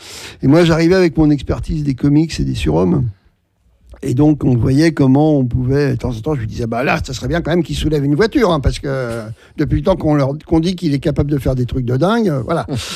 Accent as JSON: {"language": "French", "region": "Normandy", "country": "France", "said": "Bon, moi en plus, je suis normand, donc le débarquement, ça me parle."}